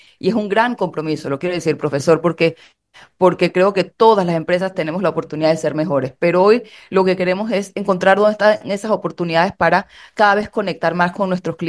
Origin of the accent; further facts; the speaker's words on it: Panama; ese centro financiero internacional que hemos venido construyendo a lo largo de los años como panameños.